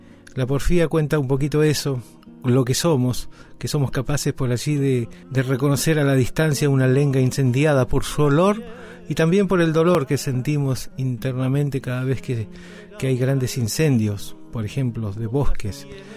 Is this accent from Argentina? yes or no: yes; Esquel, Chubut, Argentina; born or raised there